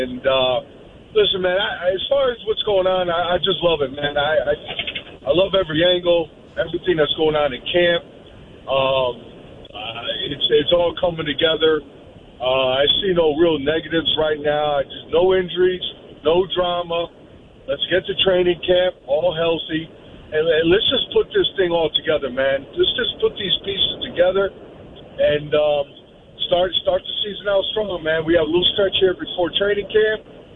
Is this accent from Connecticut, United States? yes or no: yes; Connecticut, United States; moved away; also born or lived in Seattle, Washington; I'm from Connecticut originally, but I lived in Seattle, Washington, for about 4 years.